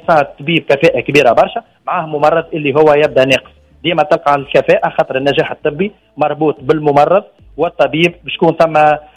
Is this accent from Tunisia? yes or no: yes; Tunisia; عندنا في تونس